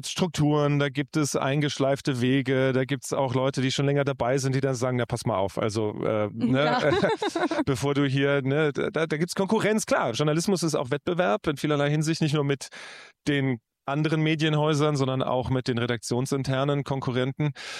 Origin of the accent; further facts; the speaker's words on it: Italy; German is a second language; da konnte ich einen Film über mein Heimatland Italien auch machen und verschiedene Projekte.